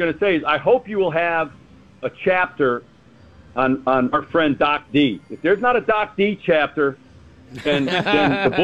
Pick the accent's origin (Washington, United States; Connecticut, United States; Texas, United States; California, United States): Connecticut, United States; moved away; I'm from Connecticut. I'm from the northwestern part of Connecticut. It's a blue-collar, former factory town. That has heavy Italian, German, you know, various ethnic background.